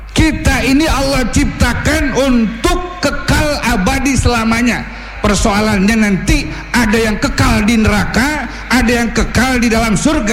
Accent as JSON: {"language": "Indonesian", "region": "West Java", "country": "Indonesia", "said": "Ya saya kan orang Betawi pinggiran Pak. Tadi kata MC saya orang Jakarta. Padahal sih gak tapi Jakarta saya. Gak tapi Jakarta saya. KTP saya DK Bekasi."}